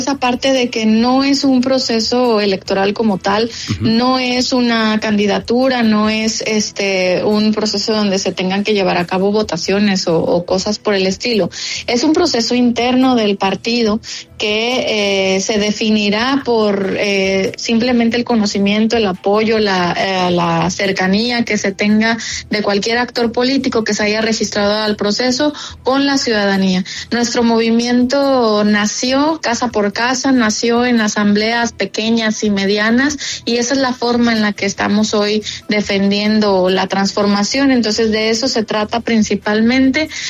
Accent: Colima, Mexico; Todas las y los colimenses luego nos preguntamos si es relevante que separemos nuestra basura.

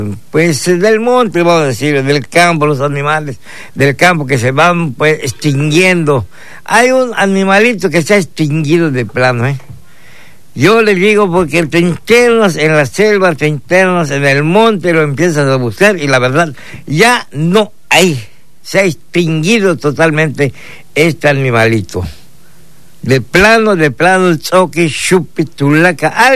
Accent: Yucatán, Mexico; Los yucatecos no debemos de agachar la cabeza.

